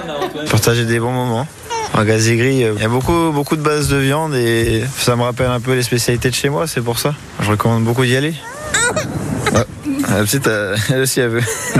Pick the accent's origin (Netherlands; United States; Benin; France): France; Villeneuve-sur-Yonne, Bourgogne-Franche-Comté; je suis de Villeneuve-sur-Yonne